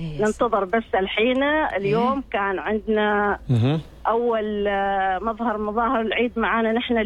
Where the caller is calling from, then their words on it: Al Amerat, Muscat Governorate, Oman; الله يكلمكم ولاية العميرات.